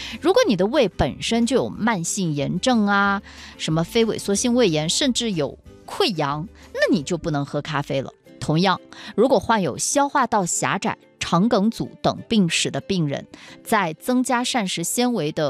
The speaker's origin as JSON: {"language": "Chinese", "region": "Yunnan", "country": "China", "said": "菌子咱们云南人倒没少吃啊。"}